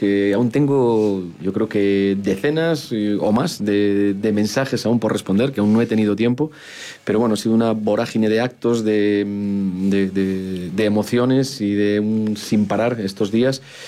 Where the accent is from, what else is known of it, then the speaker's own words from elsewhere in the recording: Galicia, Spain; moved away as an adult; now in Zamora, Spain; yo soy gallego y la morriña, evidentemente, no soy joven, tengo 50 años, y esto era un poquito pues una prueba, el decir hasta dónde podemos llegar, y el segundo año sí que ha sido complejo estar lejos de mi Galicia, de mi familia, de los míos